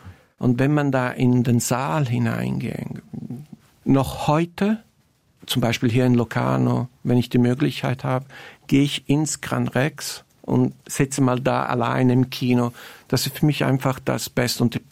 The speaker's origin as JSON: {"language": "German", "country": "Italy", "said": "für mich als Italiener, der in Neapel ist"}